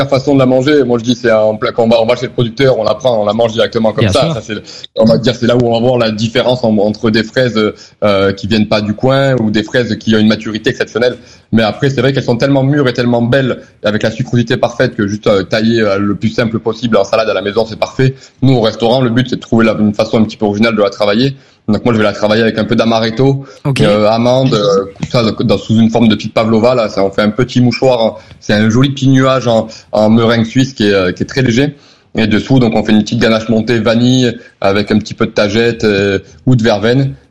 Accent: Sicily, Italy; now in Pertuis, France; chez moi en Sicile

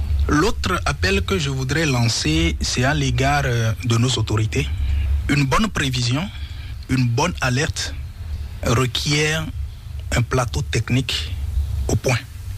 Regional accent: Benin; Il est souvent fréquent de constater que ici chez nous au Bénin ou ailleurs en Afrique

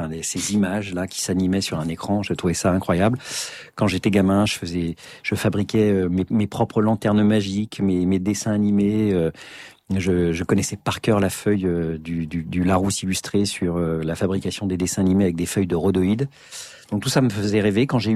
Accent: Ville-d'Avray, Île-de-France, France; j'ai grandi à Ville d'Avray. J'ai passé les 20 premières années de ma vie à Ville d'Avray.

